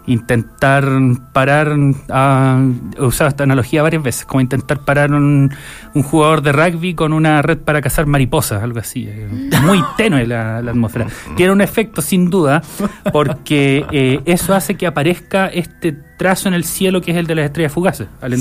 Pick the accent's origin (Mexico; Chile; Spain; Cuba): Chile; La Calera, Valparaíso; La Calera. Yo soy de La Calera.